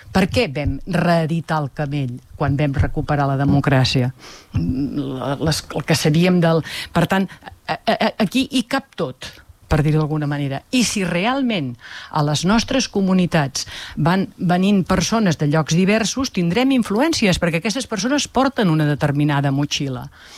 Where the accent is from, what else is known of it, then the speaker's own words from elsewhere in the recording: Molins de Rei, Catalonia, Spain; de Molins de Rei d'aquells, entre cometes, jo seria d'aquests de tota la vida